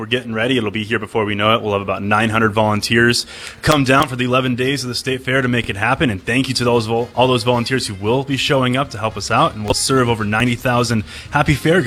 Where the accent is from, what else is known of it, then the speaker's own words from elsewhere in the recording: Oskaloosa, Iowa, United States; Oskaloosa originally, so yeah, a very healthy, good bias.